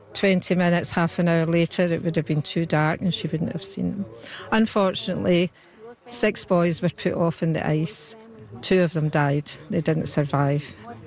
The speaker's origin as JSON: {"language": "English", "region": "Scotland", "country": "United Kingdom", "said": "from Scotland"}